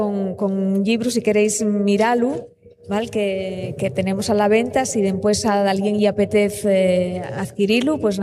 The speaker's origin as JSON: {"language": "Spanish", "town": "Pimiango", "region": "Asturias", "country": "Spain", "said": "porque venimos de Pimiango, del oriente de Asturias."}